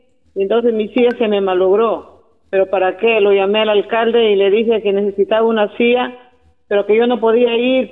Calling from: Chiclayo, Lambayeque, Peru; En Chiclayo, Lina.

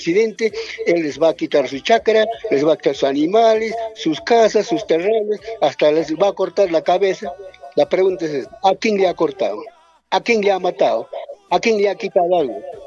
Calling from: Peru; Somos de convicción, porque somos peruanos

